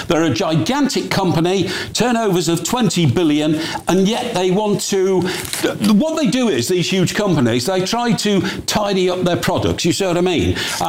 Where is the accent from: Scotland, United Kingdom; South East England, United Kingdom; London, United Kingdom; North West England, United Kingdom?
North West England, United Kingdom; I was brought up on Merseyside, where Unilever have a huge factory on the Wirral